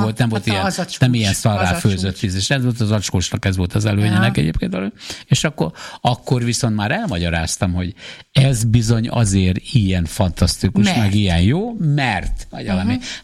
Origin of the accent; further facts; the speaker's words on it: Paks, Tolna, Hungary; amikor fiatal voltam, akkor ott Pakson